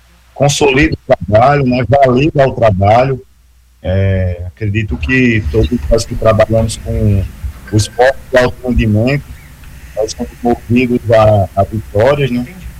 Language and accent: Portuguese; Natal, Rio Grande do Norte, Brazil; moved away as an adult; now in Uberlândia, Brazil; eu sou natural de Natal, né, e já estou no futebol tem alguns anos, e aqui no futebol mineiro já estou há 6 anos